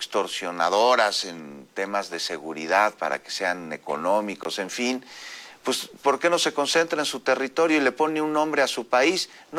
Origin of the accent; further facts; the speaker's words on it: Mexico; pues también los mexicanos somos norteamericanos como los canadienses, es la región.